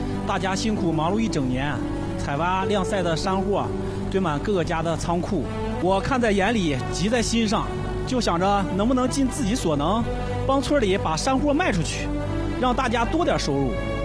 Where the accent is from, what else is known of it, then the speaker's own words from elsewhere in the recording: Raohe County, Heilongjiang, China; 我从小在深山里长大，和大多数农村青年一样